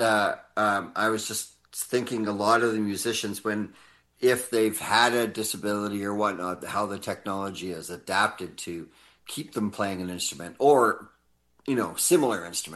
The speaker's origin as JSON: {"language": "English", "region": "British Columbia", "country": "Canada", "tie": "born there", "said": "As my mother and father moved, raised in an Irish household, but I was born here in Coast Salish territory, so I was like, okay, I was really aware of the First Nations singing since I was young."}